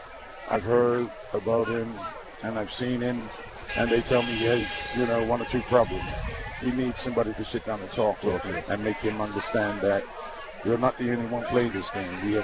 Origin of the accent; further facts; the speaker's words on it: Somerset, Bermuda; It's something that, as a young kid growing up in Somerset, that's what you always aim for